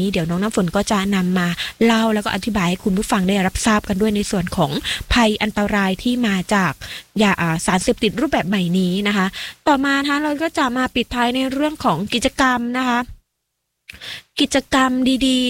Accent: Southern Thailand, Thailand; ก็ถือเป็นความภาคภูมิใจที่เราพี่น้องชาวคนใต้นะคะ

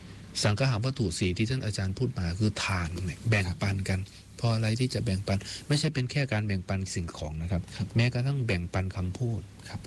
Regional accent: Isan, Thailand; แน่นอนเราเป็นลูกอีสานนะอาจารย์เนาะอาจารย์ก็เป็นลูกอีสาน

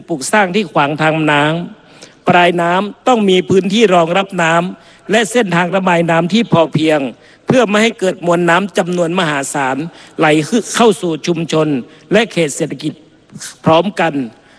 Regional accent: Nan Province, Nan, Thailand; ผมเป็นคนจังหวัดน่าน

